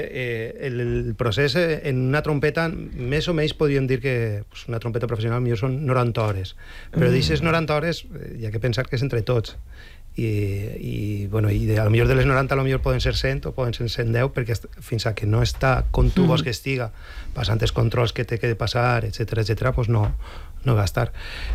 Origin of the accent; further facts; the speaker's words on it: Bétera, Valencian Community, Spain; En el Centre Artístic Musical de Vetera. Soc de Vetera.